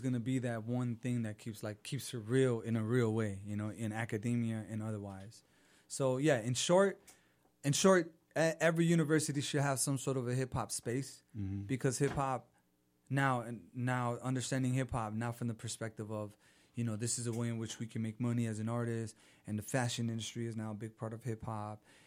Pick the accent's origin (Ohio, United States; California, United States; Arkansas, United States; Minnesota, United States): California, United States; Los Angeles; my streets in South Central